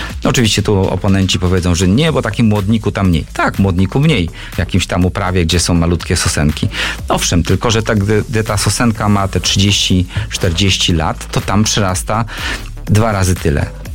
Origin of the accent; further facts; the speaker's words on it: Warmian-Masurian Voivodeship, Poland; co u nas na Mazurach jest bardzo popularne, na Warmii również. Ja sam mam piec na drewno i palę drewnem, ogrzewam cały dom drewnem.